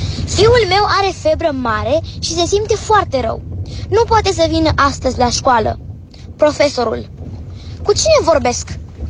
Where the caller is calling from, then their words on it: Bucharest, Romania; din București și am 11 ani